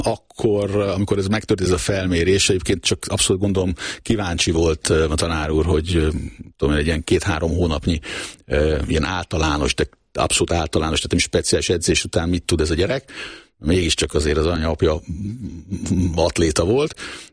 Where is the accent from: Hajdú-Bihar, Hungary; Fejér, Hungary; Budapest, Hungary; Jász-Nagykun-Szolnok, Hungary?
Budapest, Hungary; born there; én kis túlzással a Tüzér utca egy távolugró gödörbe születtem, mert ugye anyu ott tartott edzést, és talán onnan is mentek a szülészetre, hogyha minden igaz, még 1970-ben.